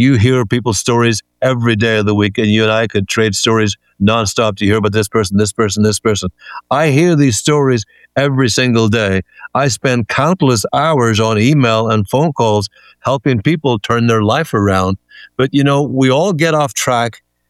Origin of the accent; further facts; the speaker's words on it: Ireland; now in California, United States; People talk a good talk out here in California, because I come from Ireland.